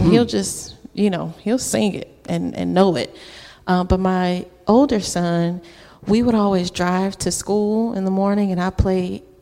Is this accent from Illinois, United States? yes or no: yes; Chicago, Illinois, United States; also born or lived in Kalamazoo, Michigan; I'm from Chicago, but I went to school in Michigan.